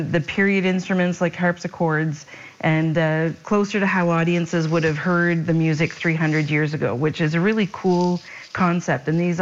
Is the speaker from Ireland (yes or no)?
no; Blacks Harbour, New Brunswick, Canada; but I grew up in Black's Harbor, so in the fog myself.